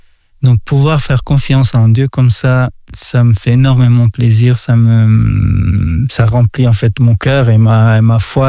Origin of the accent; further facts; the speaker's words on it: Portugal; Moi, je viens du Portugal